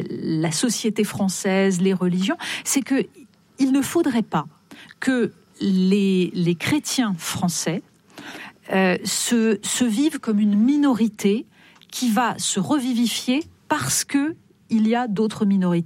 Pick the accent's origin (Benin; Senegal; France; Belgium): France; nous sommes français, nous partageons une identité commune qui est essentiel